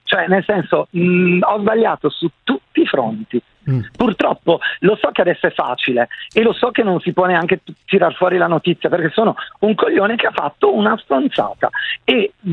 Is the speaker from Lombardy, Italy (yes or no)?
yes; Lombardy, Italy; Io oltretutto sono della Valle Camonica